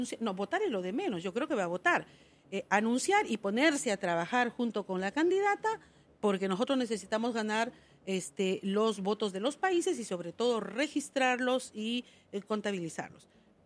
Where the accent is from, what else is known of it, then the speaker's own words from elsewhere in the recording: Peru; esta candidata peruana